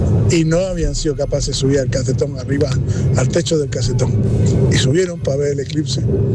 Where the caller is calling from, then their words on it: Málaga, Andalusia, Spain; de Málaga. Bueno, nosotros vimos el eclipse, yo vivo en Málaga, bueno, 20 minutos del centro. En una casa mata, que le decimos nosotros.